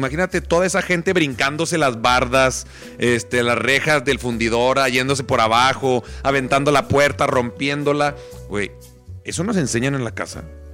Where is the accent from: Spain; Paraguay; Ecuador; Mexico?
Mexico; En realidad no me importa lo que pasa con otros países, me pasa lo que pasa con mi México, porque yo so